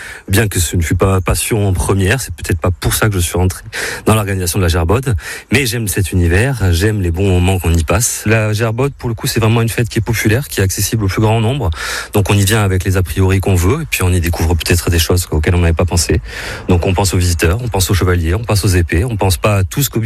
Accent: Bordeaux, Nouvelle-Aquitaine, France; born or raised there

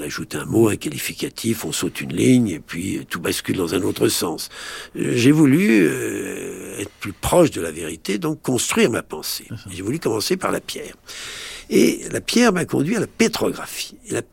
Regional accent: Mainz, Rhineland-Palatinate, Germany; vous savez que je suis né à Mayence, en Rhénanie, et ces 8 années que j'ai passées sur les bords du Rhin m'ont beaucoup marqué.

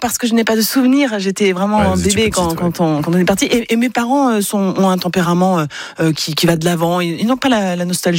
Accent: Le Creusot, Bourgogne-Franche-Comté, France; born there; Je suis née au Creusot en Bourgogne.

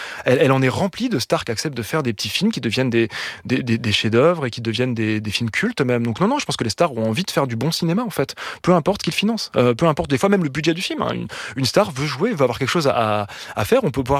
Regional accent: Lyon, Auvergne-Rhône-Alpes, France; Moi, j'ai grandi à Lyon. Et à Lyon, il y a un endroit assez...

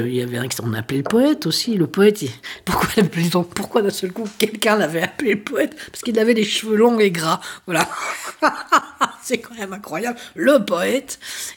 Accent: Saint-Ouen, Île-de-France, France; born there; c'est quand on a quitté Saint-Ouen et on est allé s'installer dans un truc un peu plus grand qui était un vrai bar

